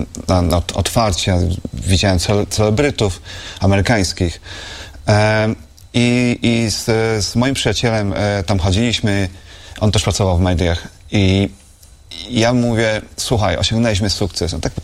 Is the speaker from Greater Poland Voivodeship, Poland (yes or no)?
no; Rzeszów, Subcarpathian Voivodeship, Poland; now in United States; ja jestem z Rzeszowa, jesteśmy z Podkarpacia